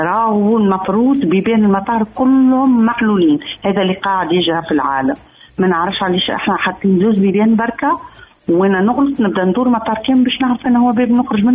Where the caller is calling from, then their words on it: Tunisia; أنا مواطنة من تونس ونسافر ديما